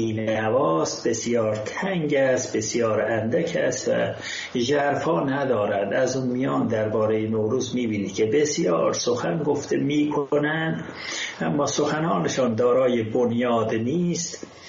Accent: Ardabil, Ardabil Province, Iran; در زبان مردم اردبیل که من اردبیلی هستم،

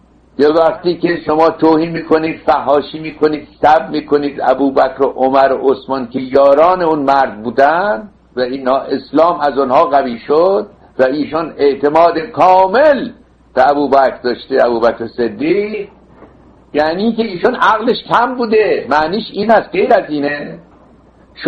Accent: Iran; now in Los Angeles, United States; 24 ساعت ذهن ما در وطنمان هست، وطن اصلی ما.

